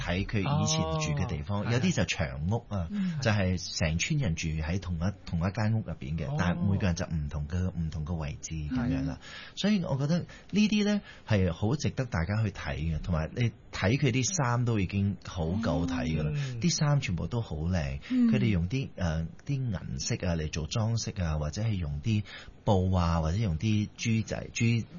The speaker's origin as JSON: {"language": "Cantonese", "town": "Ipoh", "region": "Perak", "country": "Malaysia", "tie": "born or raised there", "also_born_or_lived": "Malacca / Penang / Kuala Lumpur", "said": "因為我係馬六甲出世嘅，係啦，咁我喺馬六甲出世啦，咁跟住就由細即係讀幼稚園咧，就搬咗入去怡寶啦，咁就喺怡寶咧就讀到Form 2"}